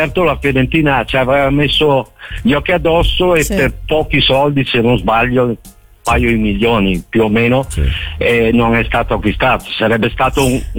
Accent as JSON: {"language": "Italian", "region": "Veneto", "country": "Italy", "tie": "born there", "moved": "yes", "lives_now": "Florence, Italy", "said": "Cioè, mi piace ricordare che sono nato in provincia di Venezia, ma ormai io sono qui da 35 anni, io sono ormai fiorentino adottato."}